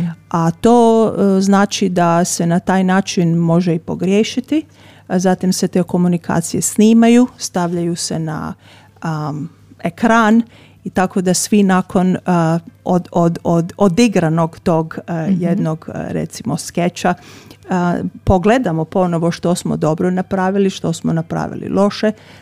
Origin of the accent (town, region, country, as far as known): Croatia